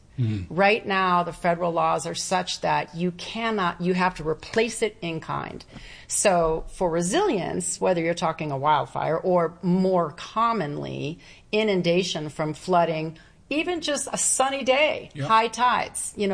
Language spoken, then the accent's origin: English; Florida, United States; Growing up in South Florida